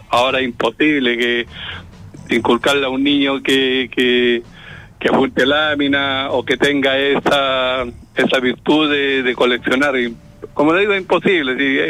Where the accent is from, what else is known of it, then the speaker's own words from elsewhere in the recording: Pedro de Valdivia, Antofagasta, Chile; tengo 70 años, imagínese. Me crié en Pedro Valdivia, nací allá